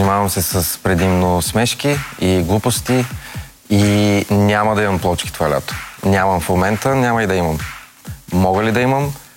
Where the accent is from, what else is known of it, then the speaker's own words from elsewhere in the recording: Varna, Varna Province, Bulgaria; moved away as an adult; now in Sofia, Bulgaria; Аз съм от Варна, там съм израснал, но живея в София вече 10 години.